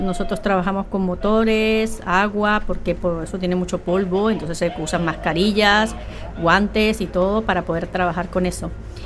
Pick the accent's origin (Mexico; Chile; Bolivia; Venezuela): Venezuela; now in Sax, Spain; Sí, soy de Venezuela.